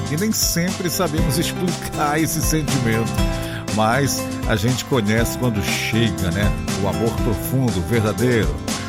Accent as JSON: {"language": "Portuguese", "town": "Alenquer", "region": "Pará", "country": "Brazil", "tie": "born or raised there", "moved": "yes", "said": "Ivanilce Mota também está na minha terrinha Alenquer acompanhando."}